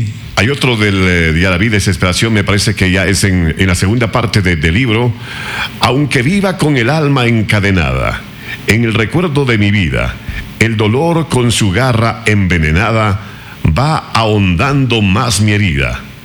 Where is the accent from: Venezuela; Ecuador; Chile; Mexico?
Ecuador; Así somos los ecuatorianos